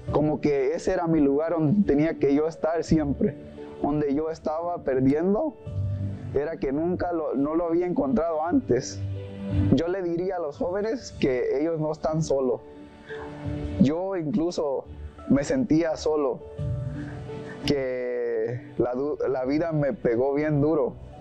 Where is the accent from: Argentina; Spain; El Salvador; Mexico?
El Salvador; Cantón Celaya; Soy originario de El Salvador, de Cantón Celaya. Rodeado de mucha familia